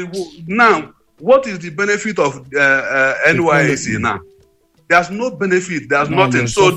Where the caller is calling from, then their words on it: Uganda; Yeah, good morning. … I'm calling from Uganda.